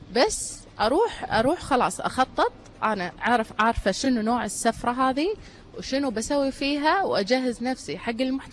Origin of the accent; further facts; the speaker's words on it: Kuwait; أنا قبل أوثق رحلاتي برا الكويت أوثق تجاربي والأماكن اللي تستحق داخل ديرتي